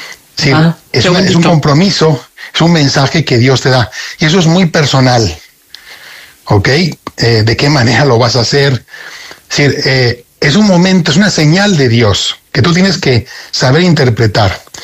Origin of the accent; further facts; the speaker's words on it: Spain; now in Mérida, Mexico; Yo soy español, aunque vivo aquí en México.